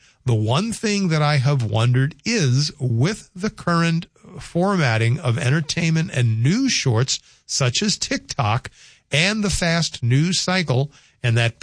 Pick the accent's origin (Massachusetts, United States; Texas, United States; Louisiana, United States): Louisiana, United States; New Orleans; Because growing up in the South, where the hot weather hits New Orleans end of February, beginning of March, it's already summer.